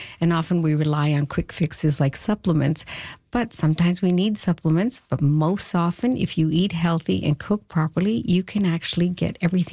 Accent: Newfoundland and Labrador, Canada; I grew up in Newfoundland

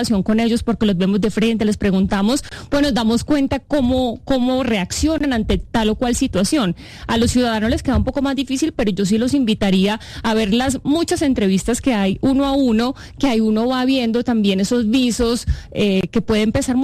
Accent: Colombia; el personaje que nos va a liderar a nosotros como colombianos

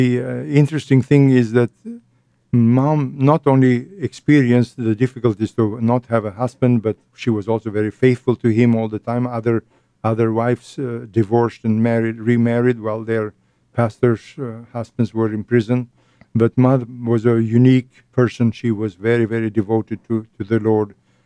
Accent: Bulgaria; first language Bulgarian; English is a second language; I was standing beside her, and I did not speak English, neither did I speak Swedish. Nobody speaks Bulgarian, so all I could do is cry and cry.

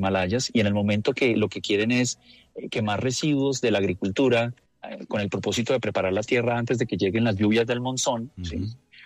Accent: Colombia

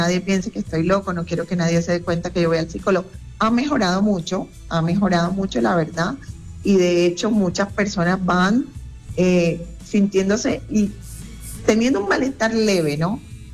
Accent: Cartagena, Bolívar, Colombia; yo soy de Cartagena, pero lastimosamente no vivo en Cartagena, pero feliz.

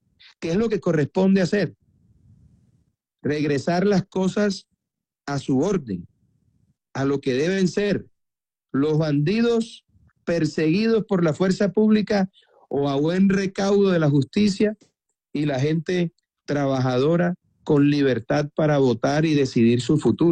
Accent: Caribbean Region, Colombia; Soy un hombre de provincia, soy un hijo del Caribe

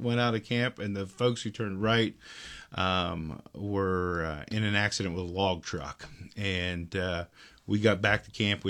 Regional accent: Newcastle, Pennsylvania, United States; I grew up in Newcastle, Pennsylvania.

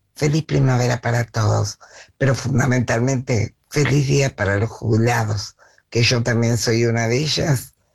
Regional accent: Trenque Lauquen, Buenos Aires Province, Argentina; el año pasado hizo 50 años que egresamos de Colegio de Hermanas de Trenquelauquen, Nuestra Señora del Rosario. … de Trenquelauquen.

